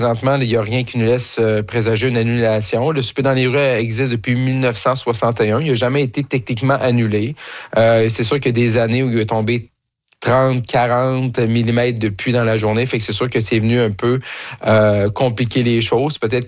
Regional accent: Roberval, Quebec, Canada; parce que je suis originaire de Robertval

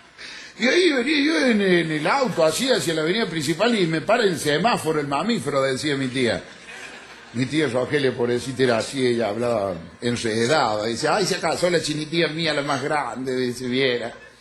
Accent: Cruz del Eje, Córdoba, Argentina

